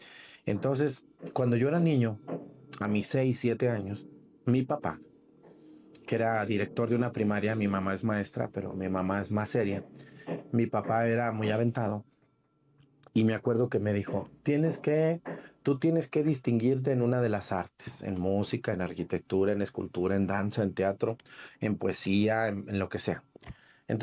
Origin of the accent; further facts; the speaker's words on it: Jalisco, Mexico; Por cierto, en Yahualica, un saludo a la gente de Yahualica y a media hora de mi pueblo.